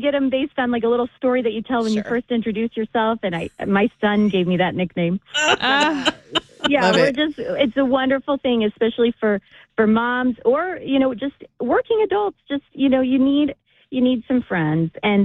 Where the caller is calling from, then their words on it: Batavia, Illinois, United States; I moved to a new suburb. I'm in Batavia and the Western suburbs